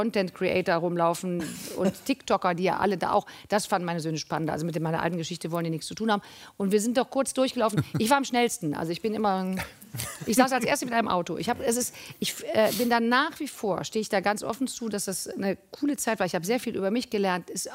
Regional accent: Cologne, North Rhine-Westphalia, Germany; Ich komme zwar aus Köln, aber ich bin total open-minded.

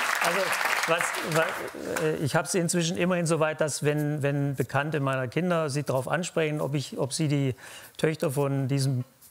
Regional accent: Baden-Württemberg, Germany; Nee, da bin ich Schwabe.

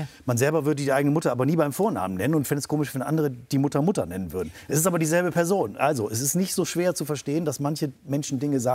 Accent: Germany; ich als Deutscher mit deutschen Vorfahren, also ich habe keinen Migrationshintergrund, ich habe Nazi-Hintergrund

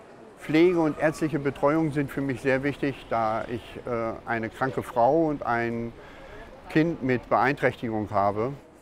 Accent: Osnabrück, Lower Saxony, Germany; Ich komme aus Osnabrück.

